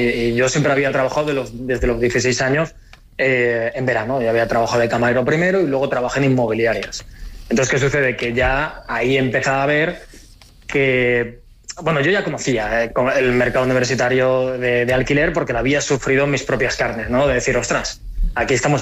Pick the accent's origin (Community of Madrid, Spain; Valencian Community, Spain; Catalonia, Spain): Valencian Community, Spain; Altea; moved away as an adult; yo llegué, bueno, de un pueblito de Alicante, de Altea, me fui a estudiar a Valencia con tres amigos del bachiller.